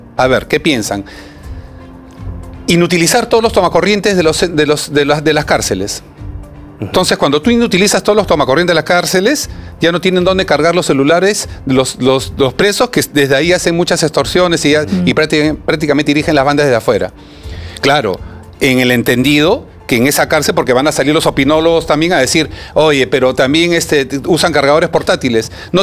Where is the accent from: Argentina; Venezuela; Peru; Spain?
Peru; soy un peruano